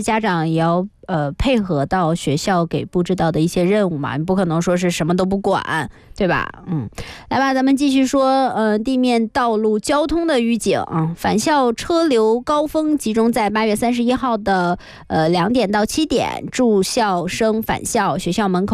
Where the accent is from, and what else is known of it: Guangdong, China